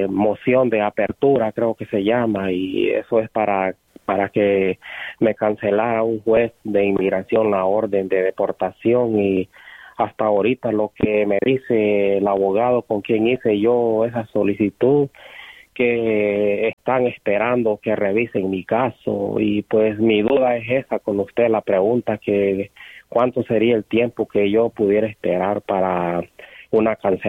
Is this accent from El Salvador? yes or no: yes; El Salvador; now in United States; Bueno, todavía tengo el TPS, soy de El Salvador y entré con el parol